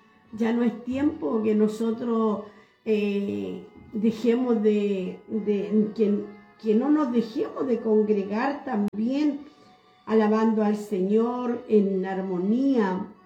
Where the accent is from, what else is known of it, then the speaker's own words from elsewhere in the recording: Chile; somos chilenos de corazón.